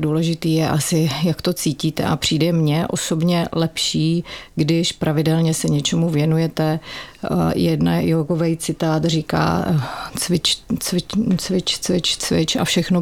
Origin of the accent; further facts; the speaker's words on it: Bohemia, Czechia; my žijeme tady v Čechách, že vyrostli jsme tady v Čechách, máme tady 4roční období, máme tady úplně jiné podmínky, máme tady chvíli teplo, chvíli zimu